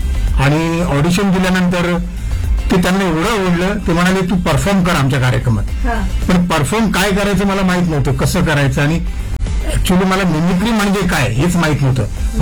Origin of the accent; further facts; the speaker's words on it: Mumbai, Maharashtra, India; born there; also born or lived in Dombivli; मी आधी मुंबईत राहायचो. Okay. वरळी कोळीवाडा हे माझं गाव आणि कोळीवाडा म्हटलं की संपूर्ण कोळ्यांचं गाव येते. आणि माझे वडील होते बॉम्बे पोर्ट ट्रस्ट मध्ये कामाला आणि मी राहायचो कॉलनीमध्ये, डिप्टी कॉलनीमध्ये.